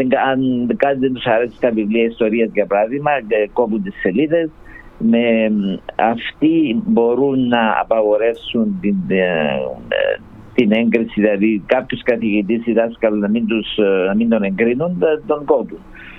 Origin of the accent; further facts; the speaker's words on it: Katokopia, Nicosia District, Cyprus; εγώ κατάγομαι και εγώ από τα κατεχόμενα, και υπήρξα κοινοτάρχης του κατεχόμενου χωριού μου, λέγεται Κατοκοπιά στην περιοχή Μόρφου